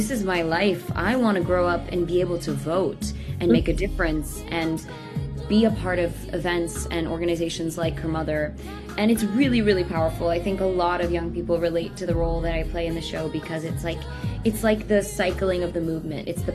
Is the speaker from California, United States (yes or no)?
no; Minneapolis, Minnesota, United States; moved away as an adult; I grew up in Minnesota, and so being in high school in 2020 in Minneapolis